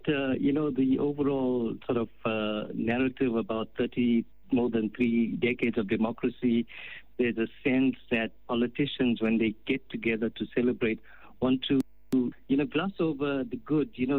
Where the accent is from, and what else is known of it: South Africa